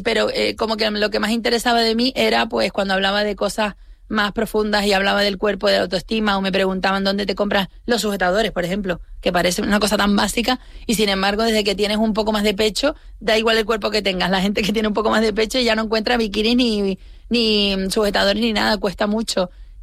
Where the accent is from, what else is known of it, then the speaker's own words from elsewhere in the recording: Santa Cruz de Tenerife, Canary Islands, Spain; yo misma, como canaria, tinerfeña y de Ofra